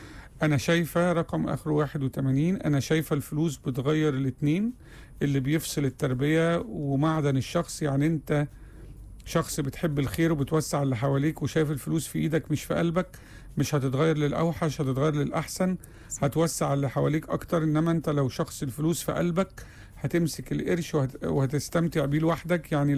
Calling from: Aden, Yemen; من اليمن عدن، اهلا بيكم.

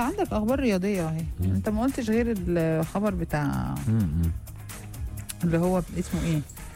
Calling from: Cairo, Cairo Governorate, Egypt; مساء الخير … من القاهره بحبكم قوي بتفرج عليكم كل يوم

